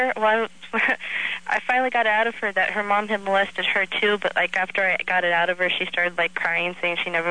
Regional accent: Chino, California, United States; also born or lived in East Los Angeles; I was born and raised in the L.A. area. I was born in East L.A. I grew up in Chino.

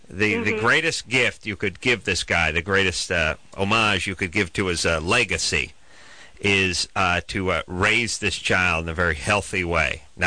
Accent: Los Angeles, California, United States; My hometown, by the way.

